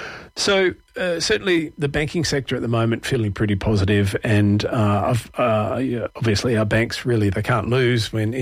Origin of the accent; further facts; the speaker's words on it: Perth, Western Australia, Australia; moved away as an adult; now in Melbourne, Australia; I'm from Perth originally. I moved to Melbourne in 2004, so I've been here a very big chunk of my life now. But I did spend a chunk of my working career in Perth as well.